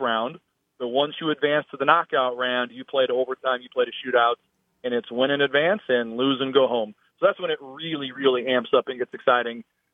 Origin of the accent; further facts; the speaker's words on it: United States; as an American sports fan, soccer fan